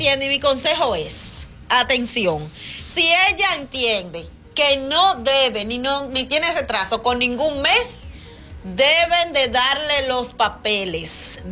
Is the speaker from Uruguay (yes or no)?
no; Dominican Republic; Yo soy dominicano